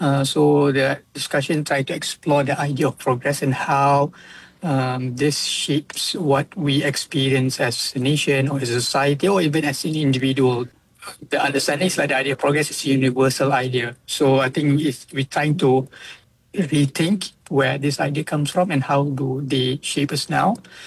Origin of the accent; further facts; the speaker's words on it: Malaysia; we as a Malaysian or as a Southeast Asian